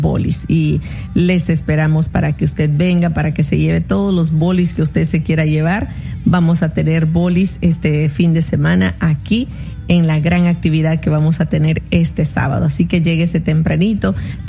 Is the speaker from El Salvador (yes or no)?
yes; El Salvador; Incluso en mi departamento, de donde yo soy, en El Salvador, y en el departamento de La Unión, los nuegados no son como tortitas